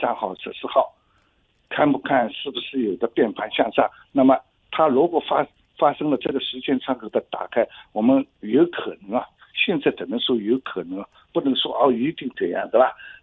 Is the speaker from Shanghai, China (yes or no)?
yes; Shanghai, China; 像我们上海人说的，有点腔调，